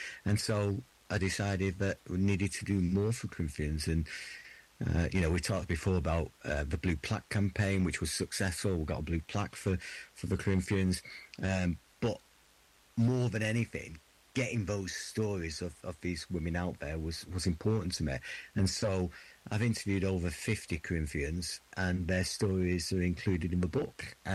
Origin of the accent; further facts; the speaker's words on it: Hyde, North West England, United Kingdom; So I when I grew up, I lived on Hattersley. I spent the first sort of 18 years of my life living in Hattersley.